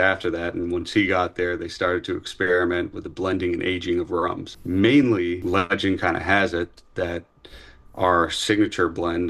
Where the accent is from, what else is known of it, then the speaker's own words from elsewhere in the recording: Bermuda; We don't even have a national anthem, but we have a national cocktail. … because we're still a British territory.